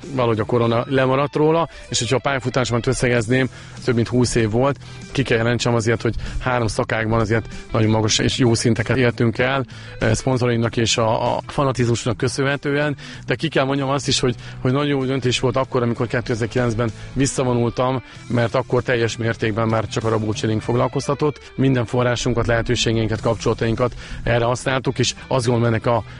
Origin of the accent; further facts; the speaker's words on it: Nyíregyháza, Szabolcs-Szatmár-Bereg, Hungary; Nyíregyháziként ugye ott nem volt jelen nagyon az a sport, ezért Kecskemétre kellett mennünk a gokart pályára